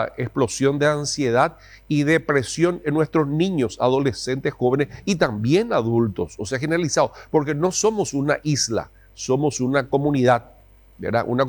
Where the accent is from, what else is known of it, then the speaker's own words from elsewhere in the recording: Paraguay; nosotros como paraguayos